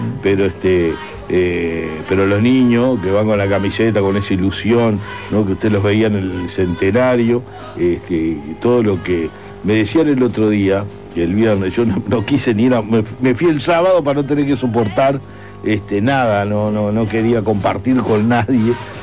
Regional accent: Uruguay

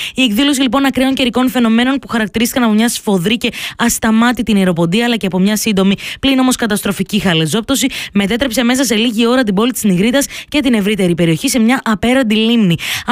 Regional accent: Serres, Central Macedonia, Greece; moved away; πάω λίγο εκεί πέρα στον τόπο μου, στις Σέρες και λίγο πιο συγκεκριμένα στην Ιγρίτα, αφού είμαι και από ένα χωριό εκεί πέρα κοντά.

